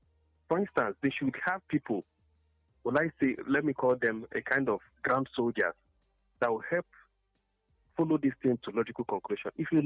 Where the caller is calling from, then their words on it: Abaniki, Nigeria; I'm calling from Abaniki.